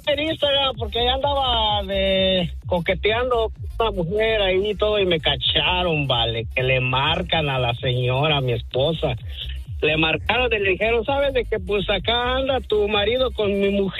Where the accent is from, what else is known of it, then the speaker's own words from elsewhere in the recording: Michoacán, Mexico; No, ya desde mi tierra natal, Michoacán, Bali, y pues ya nos dejamos de ver y pues acá se vino para de este lado